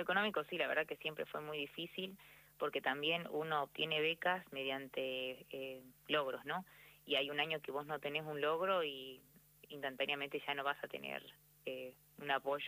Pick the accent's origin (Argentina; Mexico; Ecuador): Argentina; Salta; Yo soy de Capital.